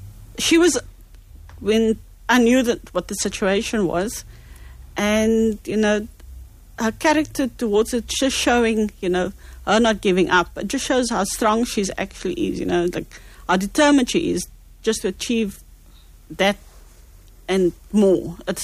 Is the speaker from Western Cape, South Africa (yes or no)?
yes; Cape Town, Western Cape, South Africa; myself, I come from Mitchell's Plain